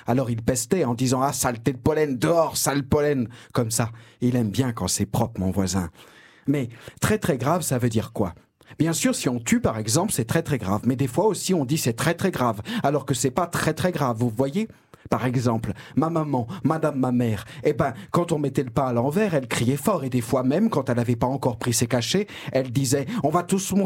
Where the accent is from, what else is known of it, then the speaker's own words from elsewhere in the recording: France; Non, parce que oui, je suis français, hein.